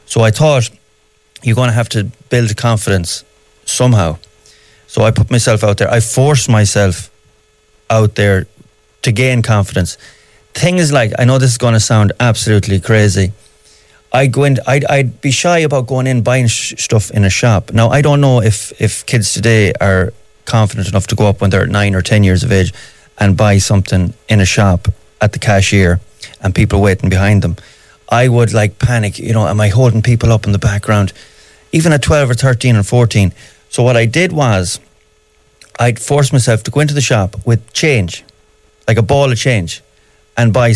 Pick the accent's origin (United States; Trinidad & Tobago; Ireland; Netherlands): Ireland; Swinford, Connacht; moved away; I grew up in Swinford, aka Castletown, for any Hardy Bucks fans out there. And rural town, Mayo, nothing special about it, only for that it's my hometown.